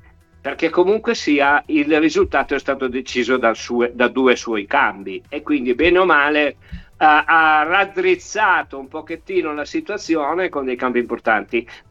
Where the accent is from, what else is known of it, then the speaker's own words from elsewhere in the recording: Turin, Piedmont, Italy; Io torinese come sono e tu mi conosci, permettimi che questa sera vado non solo a letto tranquillo, certo, e sereno, ma vado a letto contento, contento come le nespole. Noi in piemontese diciamo